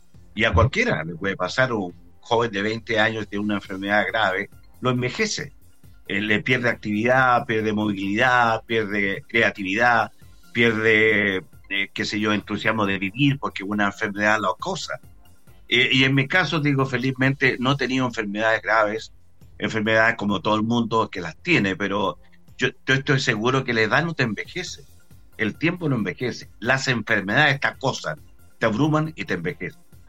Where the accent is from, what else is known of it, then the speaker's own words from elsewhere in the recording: Chile; nosotros los chilenos